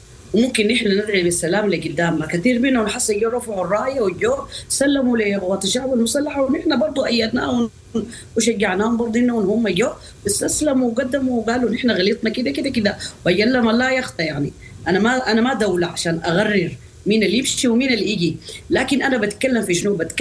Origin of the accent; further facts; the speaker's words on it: Sudan; وكلنا سودانيين